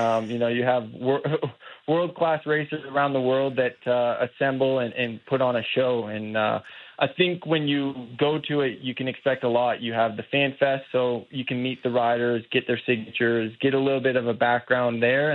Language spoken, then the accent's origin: English; Canada; it's massive being Canadian in my home country, being able to race one of these World Supercross races.